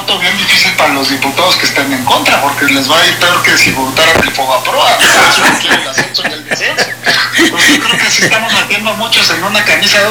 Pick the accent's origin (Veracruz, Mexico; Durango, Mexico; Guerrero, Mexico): Veracruz, Mexico; Ahora, como buen veracruzano, pues claro que me encantaría ver al Tiburón otra vez.